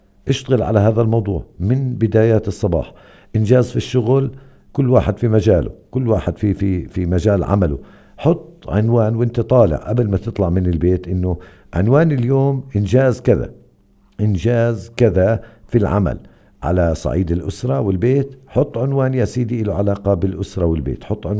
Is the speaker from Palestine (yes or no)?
yes; Hebron, Hebron Governorate, Palestine; عندنا في الخليل